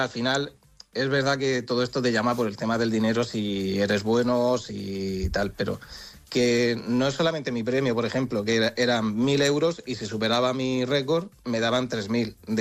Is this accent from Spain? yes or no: yes; Spain; Soy el primer español que participa en ello.